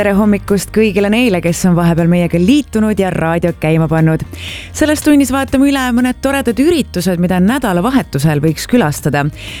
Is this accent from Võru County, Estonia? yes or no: no; Kuressaare, Saare County, Estonia; minu kodulinnas Kuressaares juba 21 graadi